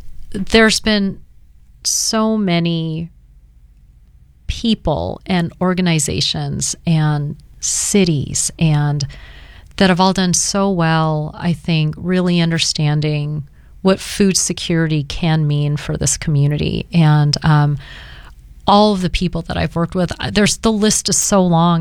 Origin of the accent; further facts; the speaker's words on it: Pacific Northwest, United States; It feels like I'm going back home to a certain degree, even though I grew up in the Pacific Northwest.